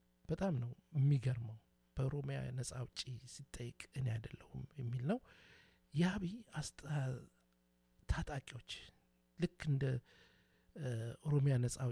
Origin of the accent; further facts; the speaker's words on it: Dire Dawa, Ethiopia; የፈለገውን በኢትዮጵያ ውስጥ እኔ ድሬዳዋ ተወልጄ ነው ያደኩት። ወደ አዲስ አበባ መጣለሁ፣ ወደ ጅማ ሄዳለሁ፣ ድሬዳዋ፣ ሐረር ከሁሉ ቤተሰብ በብሔረሰብ ጋር ነው።